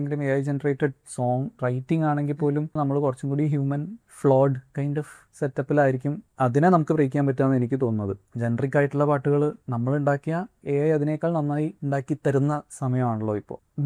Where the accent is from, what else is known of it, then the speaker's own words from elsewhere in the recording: Malappuram, Kerala, India; also born or lived in Wayanad; ഞാൻ മലപ്പുറംകാരനാണ്, പിന്നെ വയനാട്ടിൽ 5 വർഷം ജീവിച്ചിട്ടുണ്ട്.